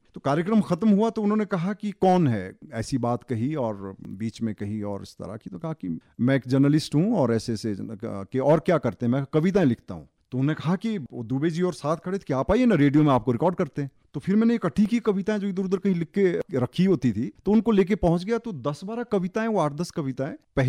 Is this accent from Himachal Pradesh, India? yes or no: yes; Solan, Himachal Pradesh, India; कार्यक्रम था हमारे शहर में, मैं सोलन से हूँ बेसिकली